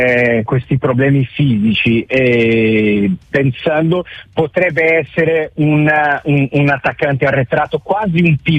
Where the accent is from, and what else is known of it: Brazil; now in Italy